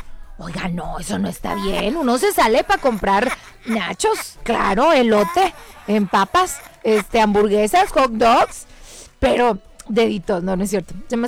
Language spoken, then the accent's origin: Spanish; Mexico City, Mexico; Ay, soy buena chilanga, ¿verdad?